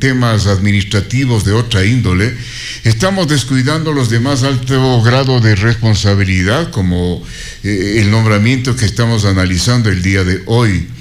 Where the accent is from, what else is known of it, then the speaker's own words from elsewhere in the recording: Ecuador; como ecuatorianos independientes y libres